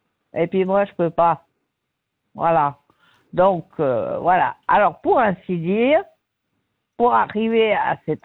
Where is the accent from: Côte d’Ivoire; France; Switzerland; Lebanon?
Switzerland; je suis dans un pays libre, je suis suisse, je ne suis pas à vendre et je défends mon patrimoine, je défends ma Suisse